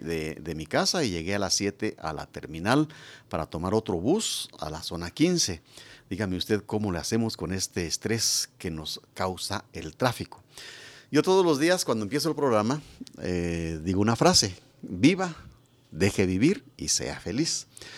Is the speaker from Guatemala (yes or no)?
yes; Guatemala; nosotros mismos como personas, como guatemaltecos